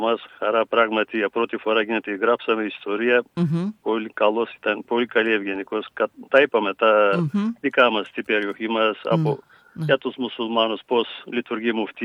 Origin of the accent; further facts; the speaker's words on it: Sidiro, Eastern Macedonia and Thrace, Greece; θα είμαι και εγώ στο χωριό μου